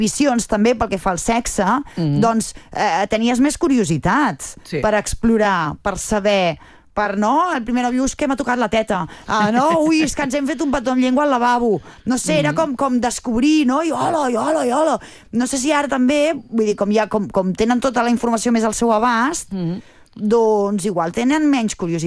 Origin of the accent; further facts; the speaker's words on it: Barcelona, Catalonia, Spain; Jo que sóc de Barcelona.